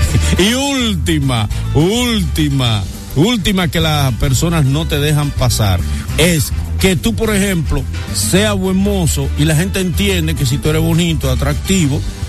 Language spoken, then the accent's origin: Spanish; Dominican Republic